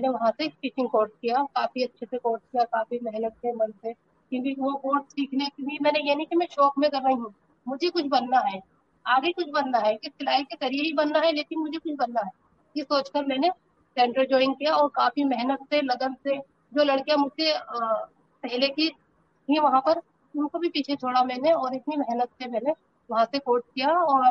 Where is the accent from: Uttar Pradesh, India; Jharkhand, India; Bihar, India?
Uttar Pradesh, India; Rampur; born or raised there